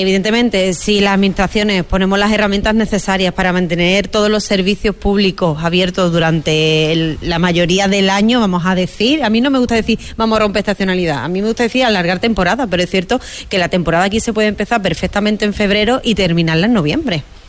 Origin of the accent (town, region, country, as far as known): Huelva, Andalusia, Spain